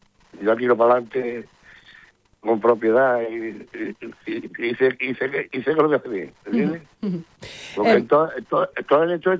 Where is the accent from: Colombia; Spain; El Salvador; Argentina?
Spain; Jerez de la Frontera, Andalusia; canto bulería de aquí de Jerez, de mi tierra.